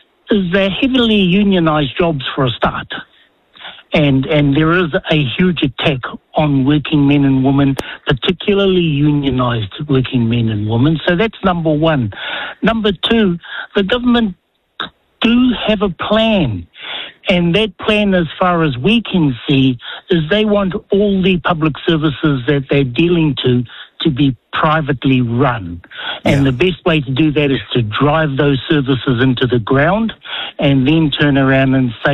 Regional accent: Bay of Plenty, New Zealand; Oh, kia ora. … I live in Maki too. Mangati Whakaue is my iwi.

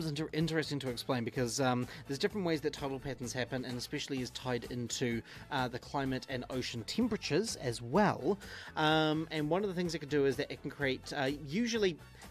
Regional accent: Australia; I grew up in Australia.

